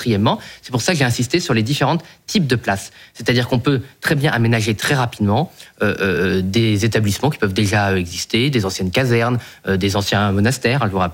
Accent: Boulogne-sur-Mer, Hauts-de-France, France; born there; Moi, je suis né à Boulogne-sur-Mer. Bon, c'est les voisins, les Pays-Bas. On a nos amis belges entre les deux.

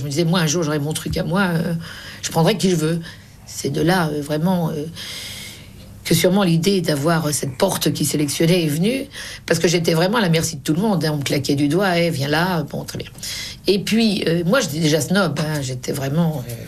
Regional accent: Paris, Île-de-France, France; Je venais de Belleville, du café de mon père.

